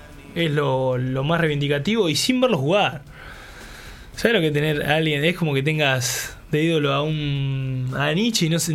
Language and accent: Spanish; Argentina; Y no, yo como argentino te tengo que decir argentino.